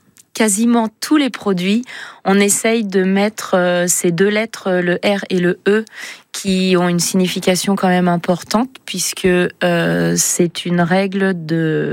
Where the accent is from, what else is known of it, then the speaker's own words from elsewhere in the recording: France; Moi, je suis française. On est à côté de Chamonix.